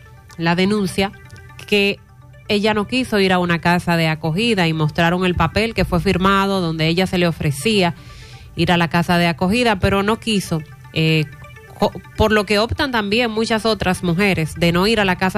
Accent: Dominican Republic; nos duele a todos como dominicanos.

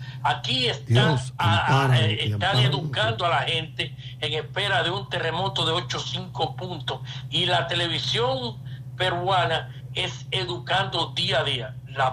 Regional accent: Santiago de los Caballeros, Santiago, Dominican Republic; Recuerden que yo soy Santiago de España, de Compostela, es Santiago de Chile, pero nosotros somos el primer Santiago de América.

